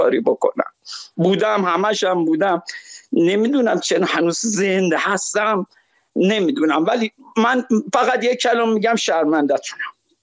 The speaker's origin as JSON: {"language": "Persian", "town": "Shiraz", "region": "Fars", "country": "Iran", "said": "برم مرد کاکو از شیراز هستم."}